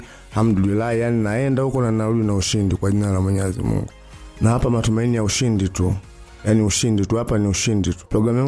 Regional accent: Dodoma, Tanzania; Dodoma mimi mwenyeji, Dodoma kama nyumbani, ingawa mimi muwe, yani mimi muwe afu kama mgogo tena.

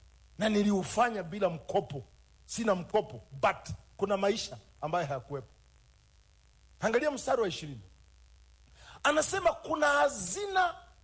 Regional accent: Tanzania; nimetoka Tanzania, watajuaje?

